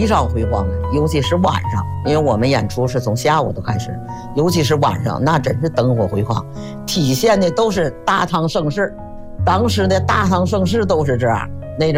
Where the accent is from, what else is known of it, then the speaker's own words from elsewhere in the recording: Tangshan, Hebei, China; 我们必定是唐山人，我们要把我们的家乡让它做得更好。